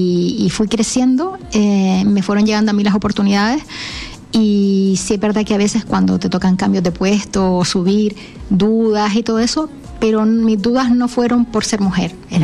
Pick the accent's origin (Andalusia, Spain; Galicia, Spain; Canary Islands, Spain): Canary Islands, Spain; now in Chile; cuando llegué aquí a Chile, porque sabes que yo soy de las Islas Canarias, en España